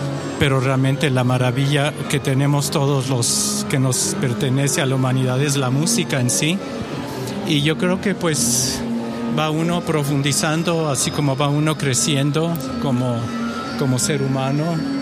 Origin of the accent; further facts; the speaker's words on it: Mexico; todos somos mexicanos.